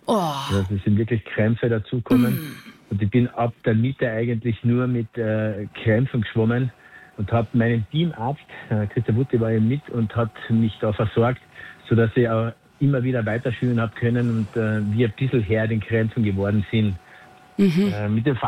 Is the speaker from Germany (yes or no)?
no; Klagenfurt, Carinthia, Austria; für mich als Klagenfurter noch dazu